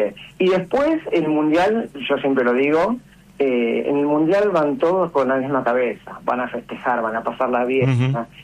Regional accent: Banfield, Buenos Aires Province, Argentina; Yo soy de Banfield.

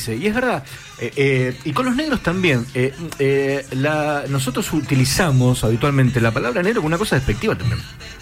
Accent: Argentina

